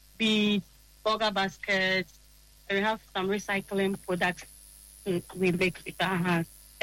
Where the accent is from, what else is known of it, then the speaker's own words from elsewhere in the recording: Bolgatanga, Upper East, Ghana; English is a second language; I'm from Upper East, Bogatanga.